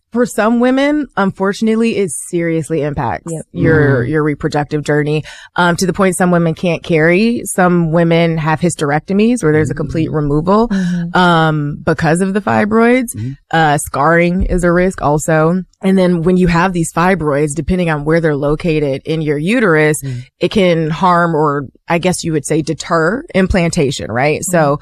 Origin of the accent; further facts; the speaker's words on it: Toledo, Ohio, United States; But being from Ohio, growing up in Toledo, thank God my parents are still here and they're so present and active in my life.